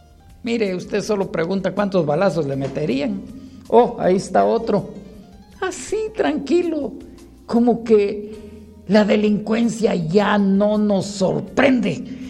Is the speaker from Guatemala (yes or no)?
yes; Guatemala; da vergüenza oír esas noticias de mi pueblo, usted, Guatemala.